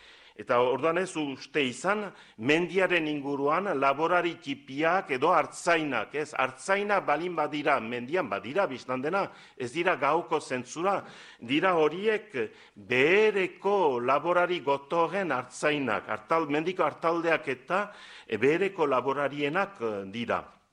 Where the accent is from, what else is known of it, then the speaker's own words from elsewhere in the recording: Estérençuby, Nouvelle-Aquitaine, France; Bon, ni Estrentzubikoa naiz, eta badakit gure herrian, laborarien artean